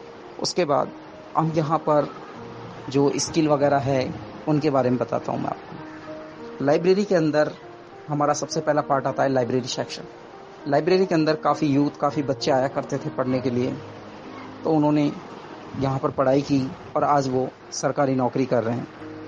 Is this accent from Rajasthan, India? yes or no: yes; Gijgarh, Rajasthan, India; मैं राजस्थान के दौसा जिले के सिकराय तहसील के गिजगढ़ गांव का रहने वाला हूँ, जहाँ पर रेड इंडिया का सेंटर है, गिजगढ़ ज्ञान केंद्र के नाम से है।